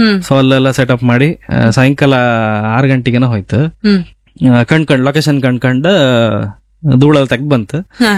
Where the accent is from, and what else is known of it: Kundapura, Karnataka, India